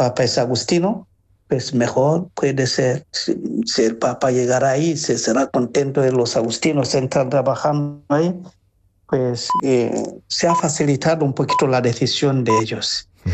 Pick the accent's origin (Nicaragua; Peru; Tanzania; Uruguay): Tanzania; moved away; llevaba párroco como 13 años en una parroquia allá en mi tierra. Pues y era también la parroquia en la ciudad más importante, la ciudad muy comerciante en Tanzania.